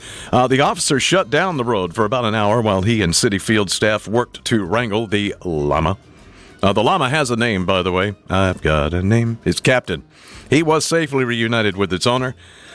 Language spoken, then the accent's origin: English; Texas, United States; Funny thing about growing up in Texas, learned to speak a lot of Spanish.